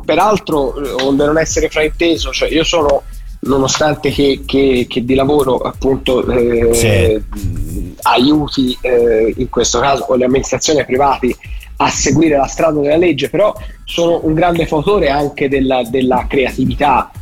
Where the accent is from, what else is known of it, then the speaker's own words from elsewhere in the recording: Florence, Tuscany, Italy; da fiorentini, da tifosi della Fiorentina, da frequentatori dello stadio, io sono abbonato in maratona